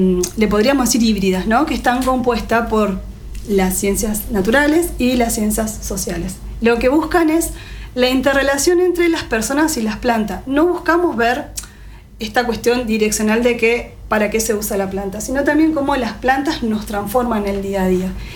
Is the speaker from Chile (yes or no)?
no; Concepción del Uruguay, Entre Ríos, Argentina; born there; moved away as an adult; now in Corrientes, Argentina; yo no soy de Corrientes, nací en la provincia de Entre Ríos, en Concepción del Uruguay, y ahí yo empecé a estudiar un profesorado en biología.